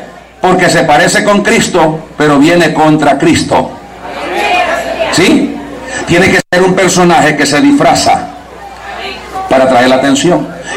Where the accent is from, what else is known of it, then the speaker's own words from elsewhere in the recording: El Salvador; allá sale que … que soy del Salvador.